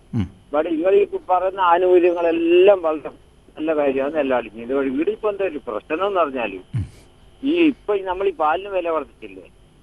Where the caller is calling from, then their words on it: Peralassery, Kerala, India; Peralassery.